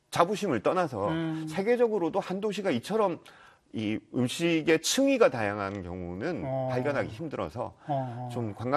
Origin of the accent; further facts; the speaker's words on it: Busan, South Korea; moved away as an adult; also born or lived in Seoul; 부산 출신입니다.